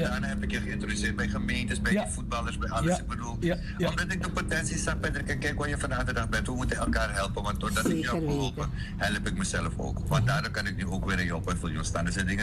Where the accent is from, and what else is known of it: Suriname; now in Netherlands